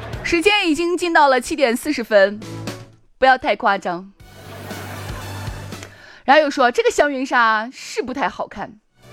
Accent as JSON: {"language": "Chinese", "town": "Xi'an", "region": "Shaanxi", "country": "China", "accent": "Chang'an County dialect", "said": "我正宗长安县人，你说我长安县方言不地道？笑话。我小时候经常因为普通话方言味太重而被那个同学揶揄。"}